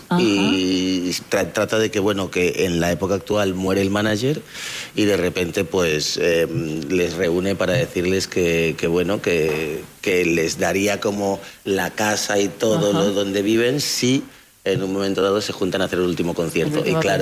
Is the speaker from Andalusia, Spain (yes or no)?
no; Balearic Islands, Spain; born there; Yo nací en Mallorca, mi familia es de Guinea Ecuatorial